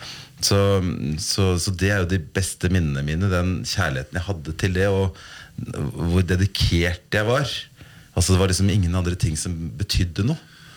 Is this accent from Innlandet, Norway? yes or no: no; Horten, Vestfold, Norway; Jeg på en måte en slags bygutt som søkte tidlig til fjellet og mens Horten jo en plass jeg veldig gjerne reiser til om sommeren